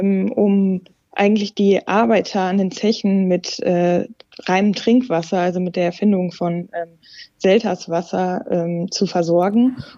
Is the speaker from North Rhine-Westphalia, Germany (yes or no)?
yes; North Rhine-Westphalia, Germany; als gebürtige Ruhrgebietlerin kann ich klar sagen